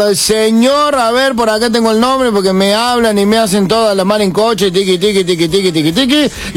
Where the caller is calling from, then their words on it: Río Segundo, Córdoba, Argentina; el carnicero de Río Segundo.